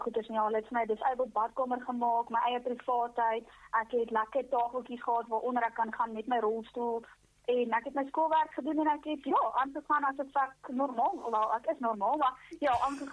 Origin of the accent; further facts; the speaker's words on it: Free State, South Africa; ek is gebore in die Vrystaat, of eintlik maar welkom voor in ons rus area. Ek het daar groot geword, laerskool klaar gemaak, hoërskool klaar gemaak en ja, ken hom al my hele lewe lang Vrystaatse deel, as ek so kan sê.